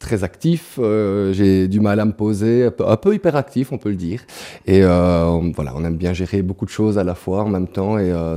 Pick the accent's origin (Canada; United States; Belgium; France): Belgium; Wallonia; moved away as an adult; also born or lived in Lubumbashi, Congo; now in Namur area, Belgium; Moi, je viens d'un petit village qui est situé près de Liège. Voilà, où j'ai fait aussi mes classes primaires et maternelles dans ce petit village.